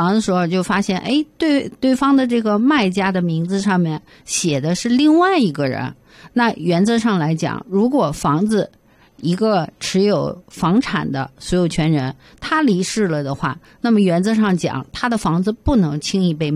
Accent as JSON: {"language": "Chinese", "country": "China", "moved": "yes", "lives_now": "Canada", "said": "咱中国人"}